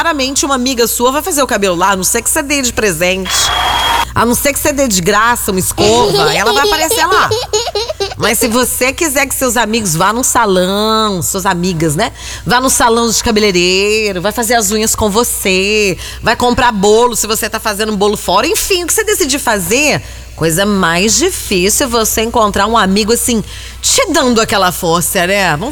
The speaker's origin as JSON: {"language": "Portuguese", "country": "Brazil", "said": "Eu assumo que eu sou Brasil. Que eu sou brasileiro e eu gosto de falar brasileiro."}